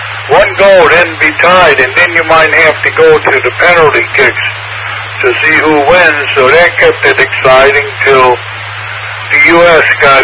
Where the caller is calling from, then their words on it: Medina, Ohio, United States; here in Medina, Ohio, suburban Cleveland